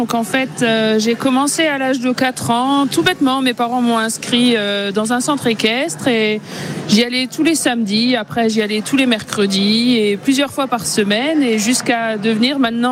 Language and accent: French; Suisse, Grand Est, France; Oui, j'habite à Suisse, qui est à un quart d'heure, 20 minutes d'Elvange.